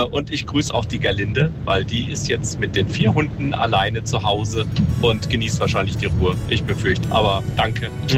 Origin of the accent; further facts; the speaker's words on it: Eberbach, Baden-Württemberg, Germany; now in Isny, Germany; So, ich bin unterwegs und zwar in meine alte Heimat nach Eberbach am Neckar.